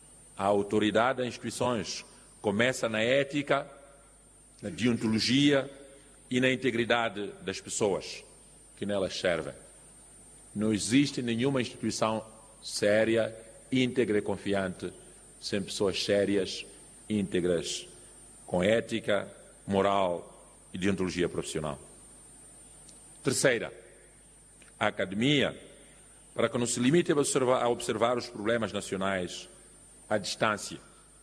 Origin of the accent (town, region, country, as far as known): Mozambique